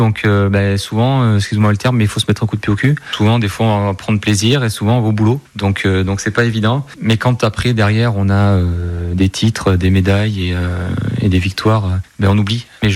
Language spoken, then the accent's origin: French; Bergerac, Nouvelle-Aquitaine, France; je suis originaire de Bergerac et actuellement à la recherche d'un poste chez les sapeurs-pompiers professionnels.